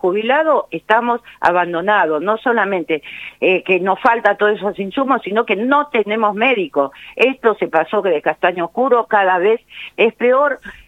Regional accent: Argentina

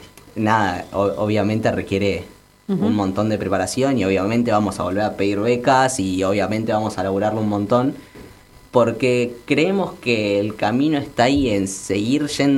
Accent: Argentina; La mayor parte de las personas trans que vamos somos los argentinos

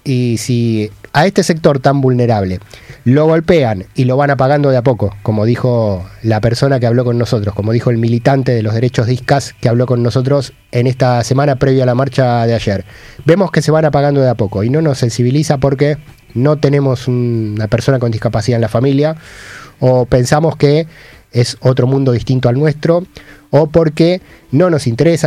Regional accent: Argentina; somos latinoamericanos, somos argentinos

